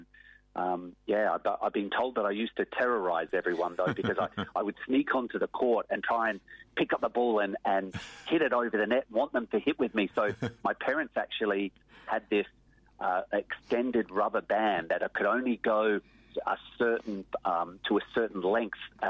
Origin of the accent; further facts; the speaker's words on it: Adelaide, South Australia, Australia; And for me, growing up in Adelaide, I did okay through my junior events.